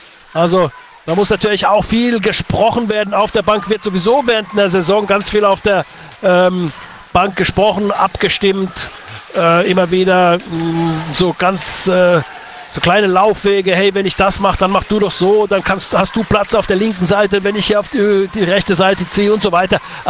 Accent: Finland; Sage ich jetzt einfach als Finne über eine schwedische Stadt.

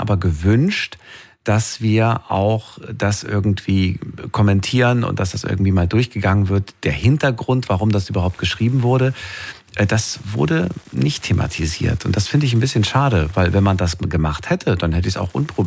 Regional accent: Hesse, Germany; ich bin Hesse, das ist ja da der Ursprung der Strubbelpeter-Geschichte

